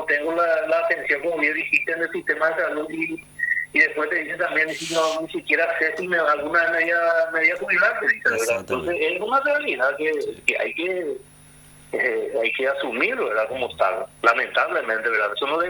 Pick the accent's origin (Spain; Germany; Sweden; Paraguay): Paraguay